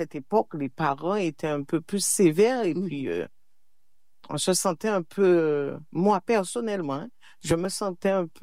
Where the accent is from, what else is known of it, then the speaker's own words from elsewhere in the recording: Petit-Canal, Guadeloupe; Eh bien, petite fille, je suis guadeloupéenne. J'ai été élevée dans une petite commune de la Guadeloupe qui est la Petit Canal